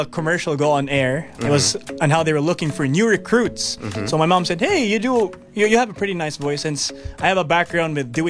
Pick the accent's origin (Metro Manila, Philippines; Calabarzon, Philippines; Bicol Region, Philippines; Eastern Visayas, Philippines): Eastern Visayas, Philippines; Palo; I'm actually not from Cebu. I'm from Leyte.